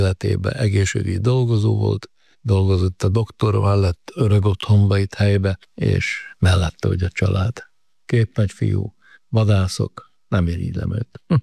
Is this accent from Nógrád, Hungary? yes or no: yes; Nagybátony, Nógrád, Hungary; moved away as an adult; also born or lived in Mátra; now in Börzsöny, Hungary; Hát a Nógrád megyének a keleti végéből származom, nagybátonyi vagyok, a gyerekkoromat Zajdorónál az erdő közepén töltöttem